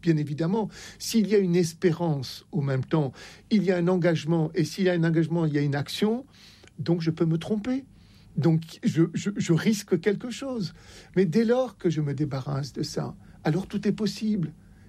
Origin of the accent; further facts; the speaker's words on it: Oran, Oran Province, Algeria; moved away; Je suis né à Oran.